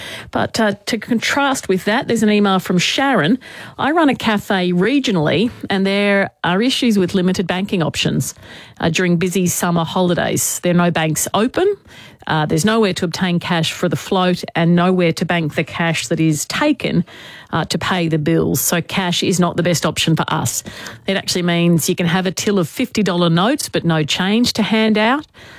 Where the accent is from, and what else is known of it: Queensland, Australia; born or raised there